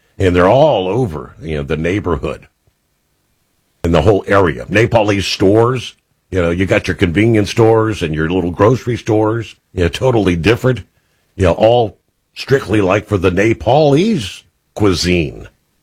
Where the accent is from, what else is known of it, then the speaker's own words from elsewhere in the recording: Cincinnati, Ohio, United States; my hometown, Cincinnati